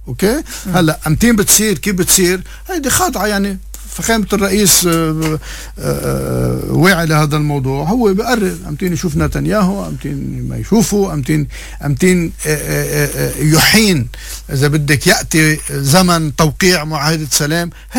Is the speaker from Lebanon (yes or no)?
yes; Lebanon; نحن كلبنانيين